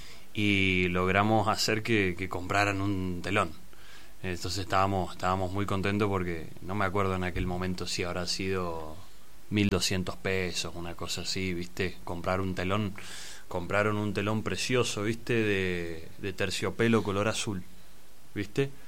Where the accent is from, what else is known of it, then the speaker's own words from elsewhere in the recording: San Martín, Buenos Aires Province, Argentina; Yo soy de San Martín